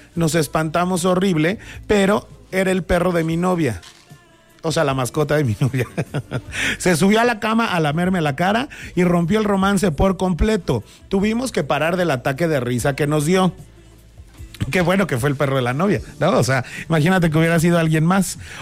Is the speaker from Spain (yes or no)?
no; Guadalajara, Jalisco, Mexico; now in Querétaro, Mexico; soy niñito tapatío.